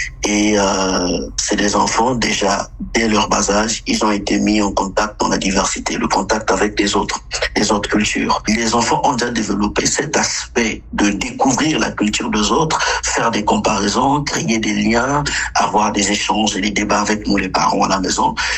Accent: Republic of the Congo; also born or lived in Morocco; Bon, déjà, le fait que nous venons déjà du Maroc, nous ne sommes pas marocains, nous sommes du Congo-Brazzaville.

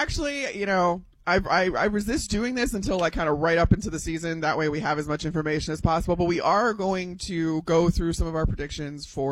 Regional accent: Chicago, Illinois, United States; I am a Midwesterner. I am from Chicago

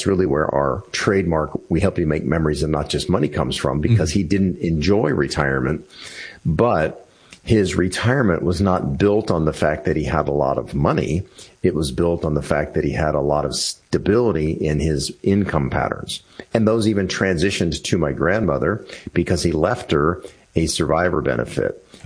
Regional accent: Washington, District of Columbia, United States; I grew up in the Washington, D.C. area.

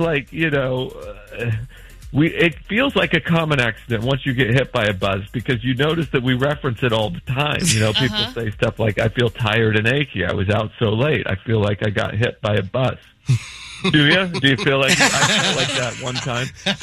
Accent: Idaho, United States; now in New York City, United States; because I have a line in there about I'm from Idaho. This happened to me in Los Angeles. I live in New York City

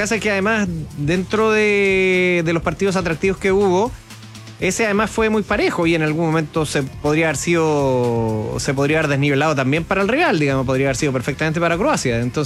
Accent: Chile

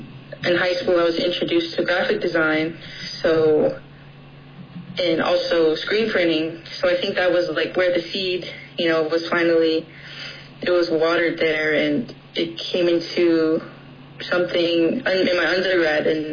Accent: Second Mesa, Arizona, United States; I am Hopi and Navajo. I'm from Second Mesa, from Sapolivi, and just happy to be here.

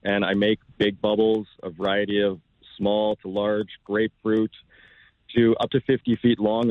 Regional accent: Saskatoon, Saskatchewan, Canada; Originally, I'm from Saskatoon here.

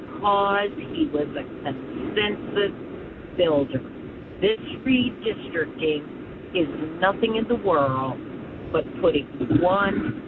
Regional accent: Maryland, United States; I grew up in Montgomery County.

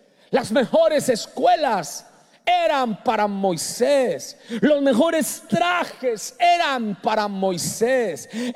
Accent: Colombia; Yo soy colombiano y a los de Colombia nos dijeron, ustedes van a ganar

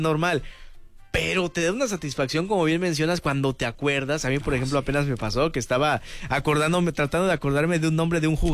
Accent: Acapulco, Guerrero, Mexico; somos de Acapulco.

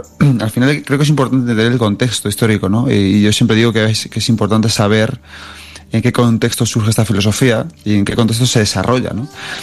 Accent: Manzanares, Castilla-La Mancha, Spain; Yo soy un pueblo de Ciudad Real muy chiquitín, de Manzanares. Bueno, no tan chiquitín, somos 15,000-18,000.

